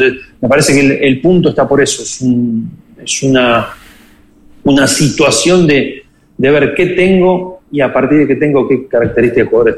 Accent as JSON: {"language": "Spanish", "country": "Argentina", "moved": "as an adult", "lives_now": "Ecuador", "said": "en mi país, en Argentina"}